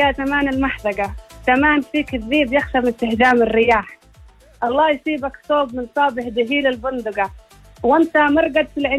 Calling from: Beersheba, Southern District, Israel; من بير السبع.

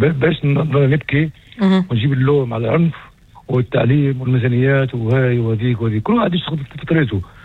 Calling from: Haifa, Haifa District, Israel

